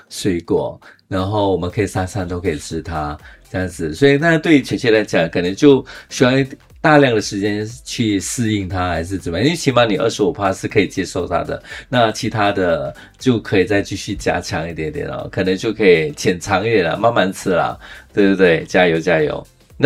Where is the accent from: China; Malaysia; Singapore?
Malaysia